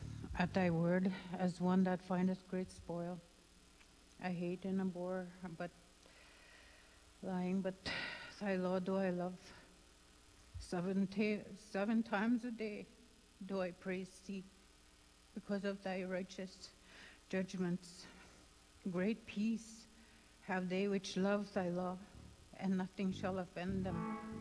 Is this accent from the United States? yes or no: no; Manitoba, Canada; born there; now in Hollow Water, Canada; I was born in Barron's River, but I live in Hollow Water now